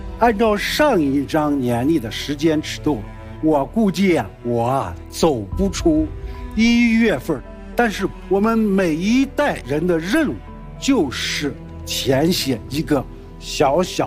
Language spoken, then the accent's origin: Chinese; China